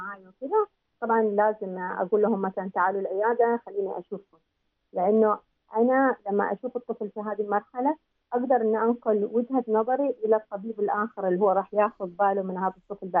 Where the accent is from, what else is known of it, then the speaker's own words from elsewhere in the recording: Oman; إحنا كمجتمع عماني